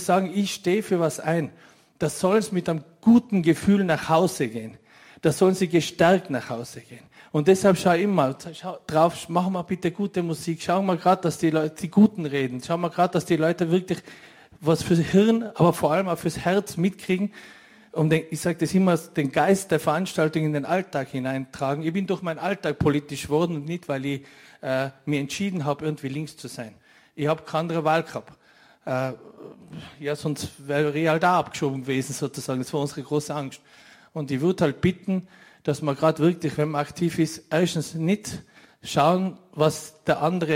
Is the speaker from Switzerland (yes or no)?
no; Innsbruck, Tyrol, Austria; Vor allem haben wir Innsbruck verteidigt, weil wir sind ja Innsbrucker Kids gewesen gegen Kufstein, gegen Hall, aber auch gleichzeitig gegen Vorarlberg und Salzburg.